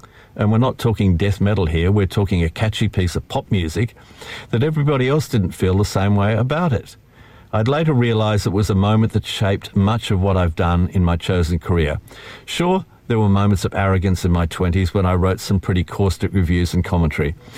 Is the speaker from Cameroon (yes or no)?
no; Launceston, Tasmania, Australia; born or raised there